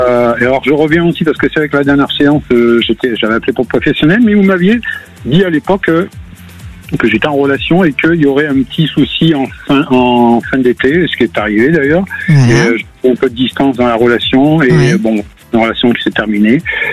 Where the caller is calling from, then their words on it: Nouvelle-Aquitaine, France; Je suis dans la région Nouvelle-Aquitaine.